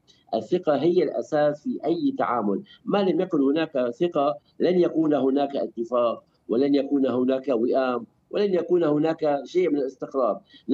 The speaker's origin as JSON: {"language": "Arabic", "country": "Syria", "said": "سوري، أنا أستظل بدولة سورية"}